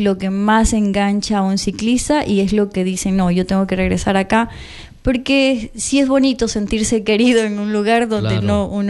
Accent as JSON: {"language": "Spanish", "country": "Ecuador"}